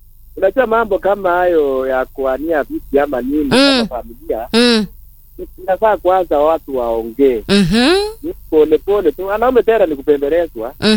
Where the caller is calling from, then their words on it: Bomet, Bomet County, Kenya; niko Bomet.